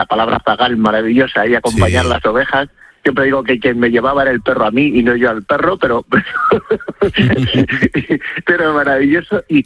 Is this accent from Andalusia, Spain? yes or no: no; Castile and León, Spain; also born or lived in Madrid; Pero hombre, ¿cómo no lo voy a conocer si es mi tierra? Que es que yo me crié tirando cantos a los del pueblo de arriba, a los de Navasequilla, y los de la Lastra me tiraban cantos a mí